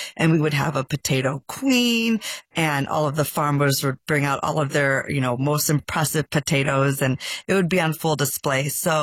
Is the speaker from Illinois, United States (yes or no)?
yes; Chicago, Illinois, United States; now in Houghton, United States; before living in Houghton, I grew up in Chicago. I was not a winter person